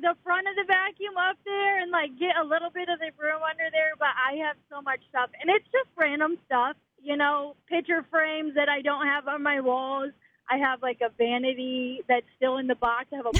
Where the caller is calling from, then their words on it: Bluffton, Indiana, United States; from Bluffton, Indiana, and no, you are not the only person that stores stuff under your bed.